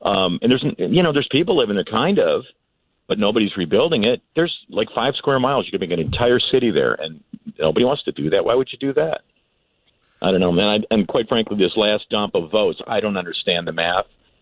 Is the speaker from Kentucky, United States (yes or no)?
no; Detroit, Michigan, United States; moved away as an adult; now in San Pedro, United States; I grew up in Detroit and left there in 91